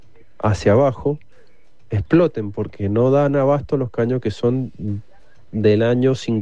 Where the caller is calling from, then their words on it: Luján, Mendoza, Argentina; Acá yo vivo en Can Luján.